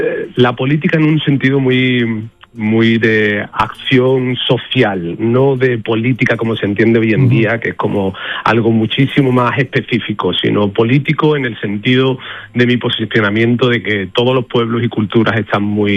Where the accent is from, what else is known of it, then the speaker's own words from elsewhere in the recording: Seville, Andalusia, Spain; Bueno, pues siempre llegamos con ilusión, por supuestísimo, de bailar en mi tierra y de bailarle a mi gente y a mi pueblo